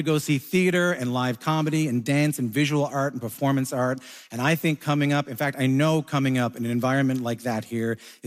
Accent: Newfoundland and Labrador, Canada; that I am from Newfoundland and Labrador. I'm obviously very proud of it

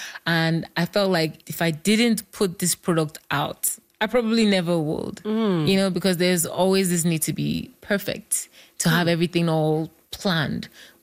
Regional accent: Nigeria; Because it wasn't logical for me. We come from Nigeria now. Like, who wants to be a musician at that time?

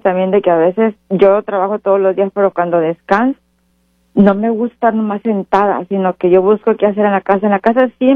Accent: Michoacán, Mexico; moved away

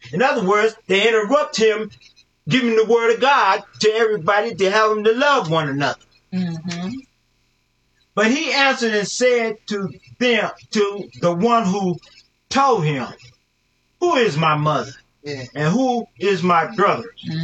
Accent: Oklahoma City, Oklahoma, United States; I'm talking about myself. I'm from Oklahoma City, Oklahoma.

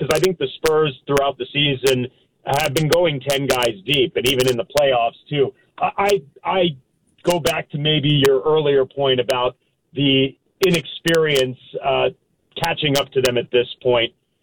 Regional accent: Boston, Massachusetts, United States; as somebody who grew up in the Northeast, I grew up in Boston.

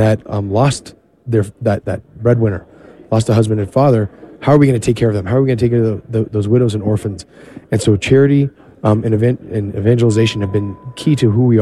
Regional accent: Golden, Colorado, United States; I'm originally from Golden, Colorado.

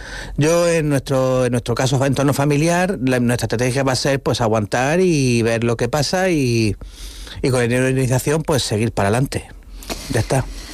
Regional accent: Cartagena, Region of Murcia, Spain; Soy de Cartagena, nací aquí, tuve toda la vida viviendo aquí.

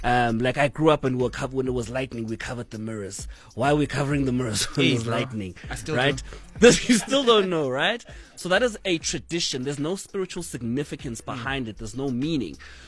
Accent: South Africa; first language Zulu; English is a second language; I can definitely understand other languages. But at home, it's Zulu with a bit of English.

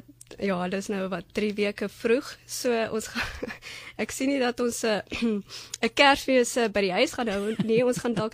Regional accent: Germany; first language German; Afrikaans is a second language; moved away as an adult; now in South Africa; so my moedertaal is Duits, ja. En ek het in Duitsland geswat, so natuurlik het ek in Duitsland al gewerk

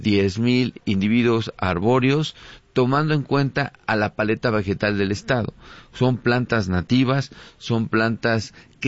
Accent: Mexico; nosotros como mexicanos, claro. Mexicanas, nos gusta mucho el fútbol

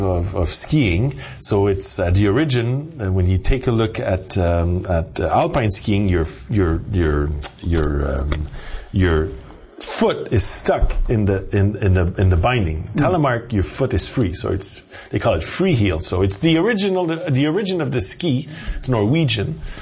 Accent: Montreal, Quebec, Canada; So I was born and raised in Montreal. My mom was a nurse. My dad is still a doctor, although he doesn't practice anymore.

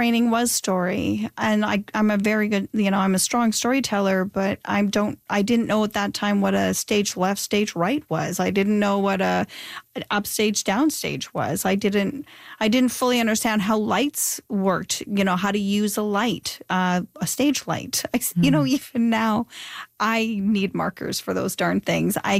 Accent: Northern Canada, Canada; moved away; I come from the North, no theater training, no dance training, no piano, no nothing, no singing lessons.

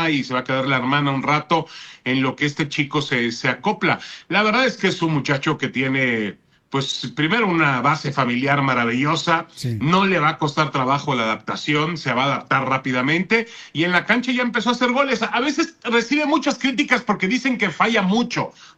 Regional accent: Newport Beach, California, United States; No, porque no, yo ahí vivía. Yo soy nativo de ahí. Newport Beach.

